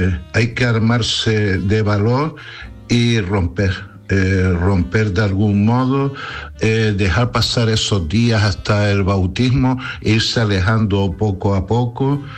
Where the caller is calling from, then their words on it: Canary Islands, Spain; desde Gran Canaria.